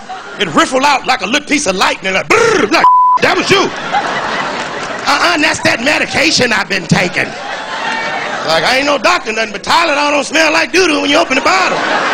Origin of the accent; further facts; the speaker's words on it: Chicago, Illinois, United States; I'm from the Midwest, I'm from Chicago. That's right, the Chi-Town where we party at.